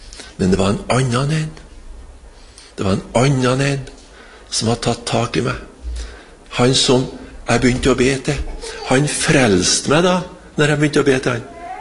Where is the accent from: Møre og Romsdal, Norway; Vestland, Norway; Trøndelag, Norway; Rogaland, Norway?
Trøndelag, Norway; Trondheim; born there; Jeg var 15 år, og så da var ikke jeg hjemme i Trondheim, men jeg var på Sunnmøre, på hjemplassen til far min.